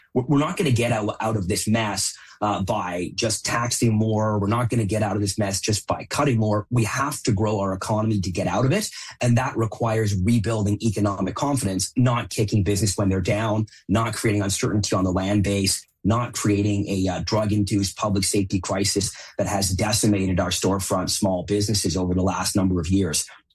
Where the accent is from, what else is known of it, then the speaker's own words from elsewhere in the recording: Kelowna, British Columbia, Canada; Yeah, I'm from Kelowna, so the wildfire picture certainly makes sense to me as a significant cost.